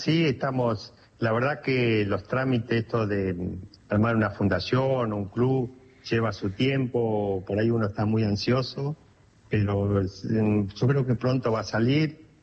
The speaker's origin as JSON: {"language": "Spanish", "country": "Argentina", "moved": "yes", "said": "la idea era correr en Argentina, que tuve muy pocas posibilidades de correr en mi país"}